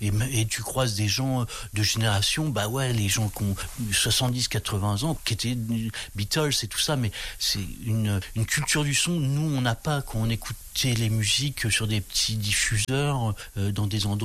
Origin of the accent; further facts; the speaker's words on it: Brittany, France; Je suis hyper bien en Bretagne. Enfin, je suis breton à mort, quoi.